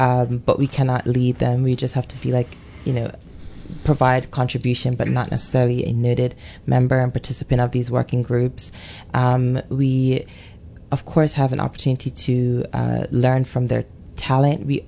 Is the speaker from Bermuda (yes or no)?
yes; Bermuda